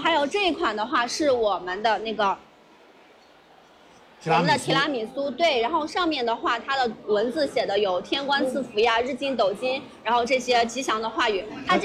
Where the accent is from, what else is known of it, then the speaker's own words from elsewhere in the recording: Henan, China; 胡辣汤就是代表我们河南人的烟火气